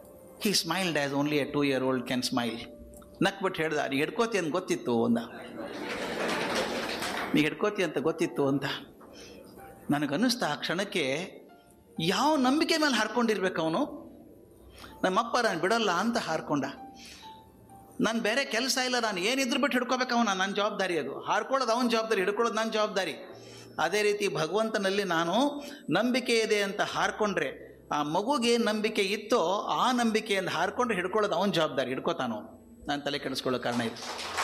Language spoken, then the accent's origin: Kannada; Bilagi, Karnataka, India; moved away; ನಮ್ಮ ಬಿಳಿಗಿ ಅಂತ ಊರು ವಿಜಾಪುರ ಜಿಲ್ಲೆಯಲ್ಲಿ, ದೊಡ್ಡ ವಾಡೆ ನಮ್ಮ ಮನೆ.